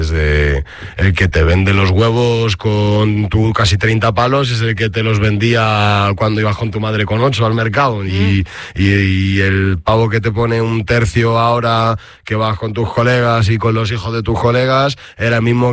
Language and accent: Spanish; Madrid, Community of Madrid, Spain; also born or lived in Aluche, Madrid; yo soy de Carabanchel y vivo en la Luche hace ya 7 años, 6